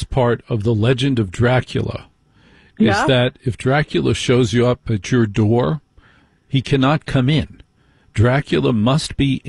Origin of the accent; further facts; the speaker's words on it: New Jersey, United States; I grew up in Jersey.